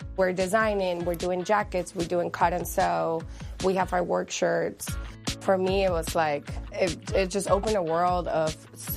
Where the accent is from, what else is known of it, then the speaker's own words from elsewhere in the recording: Lima, Peru; moved away as an adult; I'm from Lima, which is the capital, and I grew up in a neighborhood called Miraflores